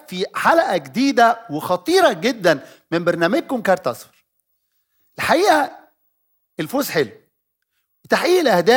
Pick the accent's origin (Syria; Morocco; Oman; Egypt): Egypt; عندنا في مصر